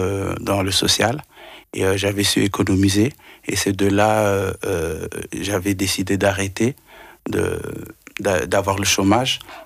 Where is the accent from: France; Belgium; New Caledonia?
Belgium; j'ai donné le nom de … par rapport à mes origines et par rapport aussi en français vu que je suis belge.